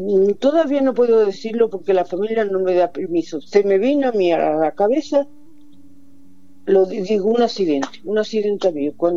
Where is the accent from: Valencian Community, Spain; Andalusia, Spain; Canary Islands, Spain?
Andalusia, Spain; Córdoba; now in Granada, Spain; Soy cordobesa.